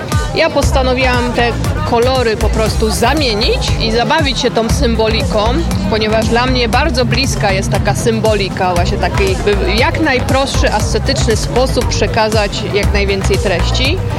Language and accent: Polish; Zalasewo, Greater Poland Voivodeship, Poland; also born or lived in Gniezno; pochodzę z Podpoznania, dokładnie to z Zalasewa, to jest tuż pod Swarzędzem. Pochodzę z Gniezna, z pierwszej stolicy Polski, z którym się dość silnie identyfikuję, też tam działam.